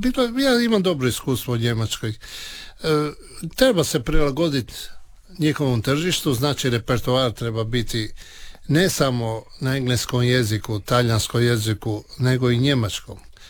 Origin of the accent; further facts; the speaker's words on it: Pula, Istria County, Croatia; born there; Talijanski, eto, rođeni smo u Istri, u Puli, pa smo pričali talijanski. A kad smo došli na njemačko tržište, onda smo morali polako učiti njemački.